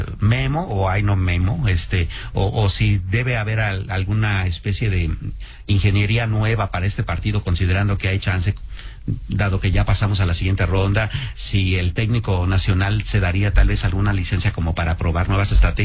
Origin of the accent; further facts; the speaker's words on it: Mexico; siempre esperamos como mexicanos